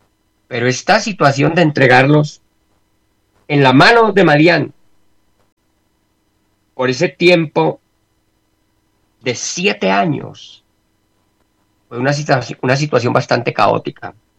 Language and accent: Spanish; Colombia; Lo que está aconteciendo aquí en nuestra amada Colombia